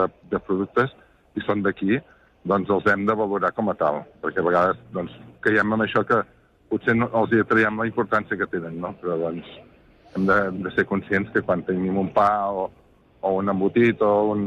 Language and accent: Catalan; Catalonia, Spain; soc del Penedès i bàsicament tinc vinyes